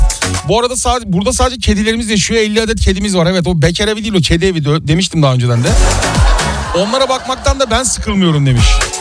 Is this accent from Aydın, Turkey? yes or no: no; Istanbul, Turkey; ben doğma büyüme 44 yıllık İstanbullu olmama rağmen görmediğim bir sürü yer varmış.